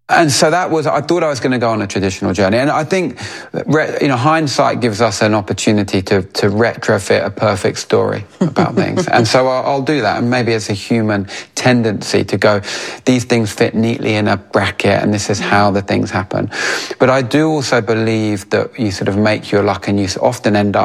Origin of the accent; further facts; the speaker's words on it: London, United Kingdom; moved away as an adult; now in Cornwall, United Kingdom; I didn't grow up in Newquay. I've been coming to Cornwall since I was a small boy. But I'm a Londoner born and bred that now lives in Cornwall. I've lived here for the best part of 20 years.